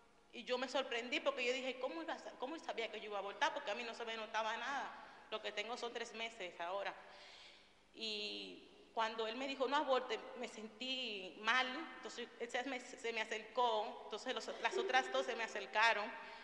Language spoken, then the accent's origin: Spanish; Dominican Republic; moved away as an adult; soy de República Dominicana, tengo 3 niños, y quedé embarazada aquí.